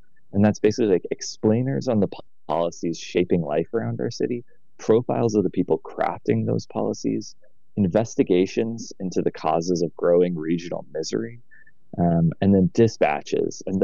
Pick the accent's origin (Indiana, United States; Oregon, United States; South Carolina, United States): Oregon, United States; Portland; moved away as an adult; I'm from Portland